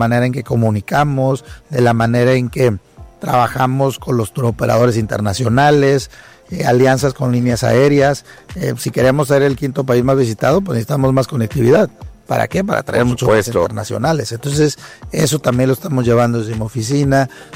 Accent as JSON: {"language": "Spanish", "country": "Mexico"}